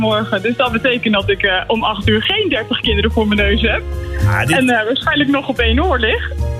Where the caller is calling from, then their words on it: Amersfoort, Utrecht, Netherlands; Omgeving Amersfoort.